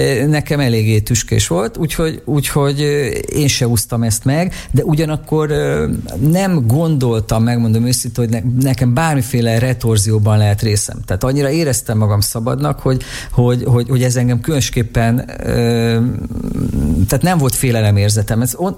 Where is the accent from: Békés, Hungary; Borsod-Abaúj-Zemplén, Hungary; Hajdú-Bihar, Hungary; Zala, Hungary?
Békés, Hungary; Battonya; now in Budapest, Hungary; szülővárosomban nem sok esemény zajlott, kisváros Békés megyében